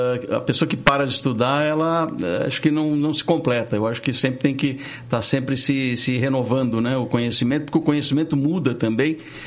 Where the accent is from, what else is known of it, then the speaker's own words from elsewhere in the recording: São Lourenço do Oeste, Santa Catarina, Brazil; born there; Eu nasci em São Lourenço do Oeste, Santa Catarina. É perto ali no oeste, é perto de, entre Pato Branco e Beltrão, faz divisa com o Paraná, a minha cidade.